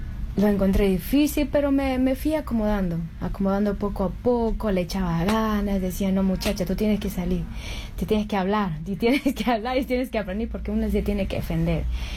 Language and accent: Spanish; Amazon, Peru; now in Townsville, Australia; Yo vengo del Amazonas, somos el Shipibo conigo. Somos unos nativos muy bonitos y dedicados a nuestra selva